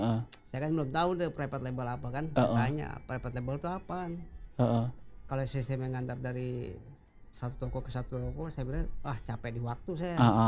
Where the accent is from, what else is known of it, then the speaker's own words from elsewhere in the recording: Jakarta, Indonesia; born there; saya kan lahir di Jatinegara nih lah, jadi orang Betawi juga sebenarnya.